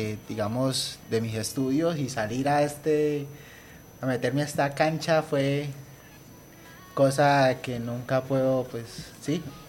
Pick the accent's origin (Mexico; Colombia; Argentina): Colombia; nosotros como colombianos